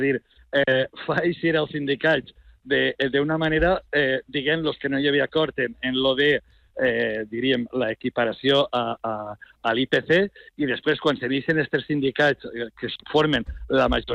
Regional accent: Valencian Community, Spain; perquè jo soc valencià, perquè jo tinc dos filles treballant en l'ensenyament

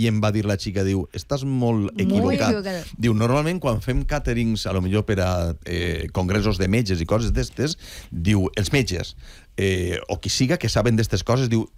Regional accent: Alcoy, Valencian Community, Spain; soc del Bilbao de la Comunitat Valenciana.

